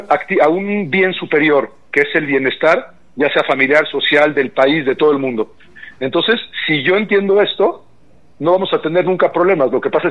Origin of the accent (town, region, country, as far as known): Mexico